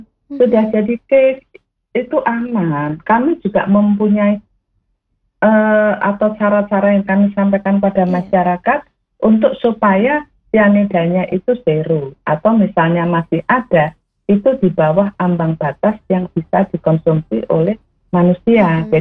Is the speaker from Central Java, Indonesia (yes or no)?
yes; Central Java, Indonesia; di Jawa Tengah kita kan punya pantai utara, pantai selatan.